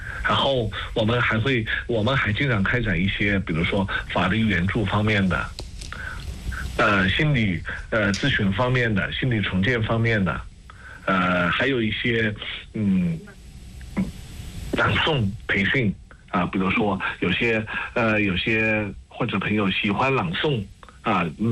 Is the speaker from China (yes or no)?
yes; China; 我们中国人口的基数大